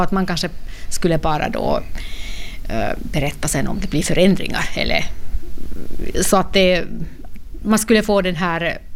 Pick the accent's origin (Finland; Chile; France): Finland; Swedish is a second language; moved away as an adult; now in Sweden; Så att han är också från Finland, men eller var 2 när de flyttade till Sverige då med sina föräldrar på 60- eller 70-talet då. Så att Sverige-finne kallar man väl då att man är.